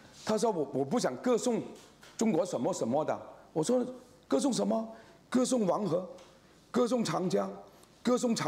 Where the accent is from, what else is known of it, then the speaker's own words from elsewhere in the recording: Malaysia; 特别我们马来西亚华人， 他们语言非常丰富的新加坡华人，是吗？我讲福建话、潮州话、广东话、粤语、英文，是吗？普通话全部会讲的